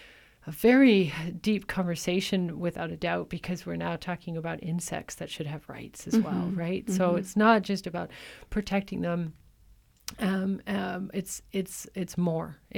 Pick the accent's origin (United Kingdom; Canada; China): Canada; British Columbia; also born or lived in Calgary, Alberta; I'm a longtime British Columbian. Mm-hmm. I was born in Calgary, but spent my whole life in this province, really.